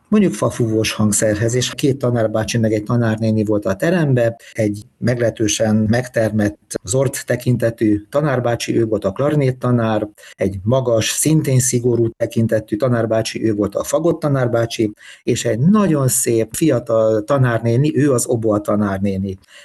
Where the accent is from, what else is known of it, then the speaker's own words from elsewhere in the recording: Bagamér, Hajdú-Bihar, Hungary; born there; now in Debrecen, Hungary; Lelkész szülők gyermeke vagyok, és a templom szomszédságában nőttem föl, illetve a templomban nőttem föl